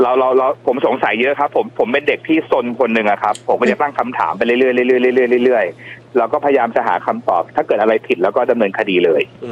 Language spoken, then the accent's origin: Thai; Korat, Nakhon Ratchasima, Thailand; ในพื้นที่ต่างจังหวัดอย่างผมมาจากโคราช